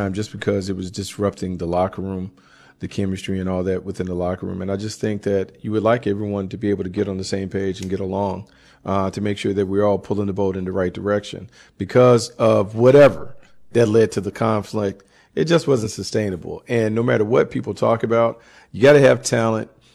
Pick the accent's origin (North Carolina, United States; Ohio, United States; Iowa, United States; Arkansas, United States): North Carolina, United States; Raleigh; the Hurricanes are from my hometown, Raleigh.